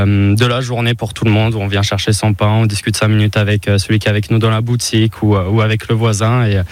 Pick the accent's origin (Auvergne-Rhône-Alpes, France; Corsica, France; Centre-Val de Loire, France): Auvergne-Rhône-Alpes, France; Valence; Je suis de Valence, ouais, originaire